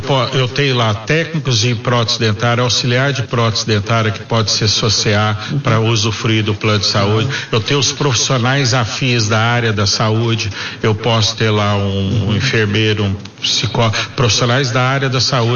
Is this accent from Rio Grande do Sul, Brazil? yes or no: no; Minas Gerais, Brazil; Nós que somos de Minas